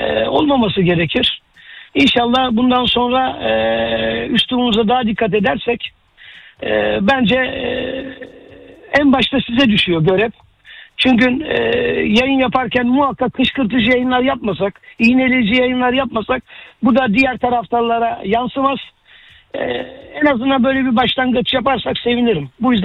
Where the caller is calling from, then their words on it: Istanbul, Turkey; İstanbul'dan katılıyorum da. Biraz nostalji yapmak istiyorum sizinle. Benim yaşım aşağı yukarı 52-53.